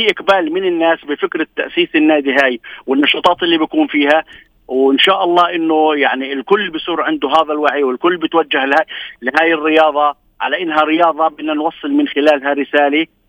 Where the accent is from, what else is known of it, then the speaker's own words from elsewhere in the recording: Palestine; أنا ممنوع أتجاوز في دراجتي الأردن وبصعوبة.